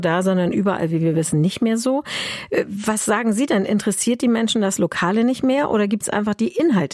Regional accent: Schleswig-Holstein, Germany; Also ich komme aus Nordfriesland, auch aus einem kleinen Landstrich.

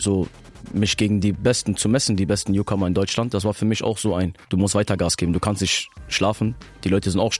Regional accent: Somalia; now in Germany; Davor war ich in meiner Heimat, ich komme aus Somalia. Da war ich mit meiner Familie

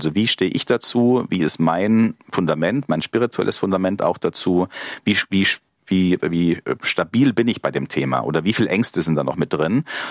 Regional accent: Munich, Bavaria, Germany; In München, ich komme aus München

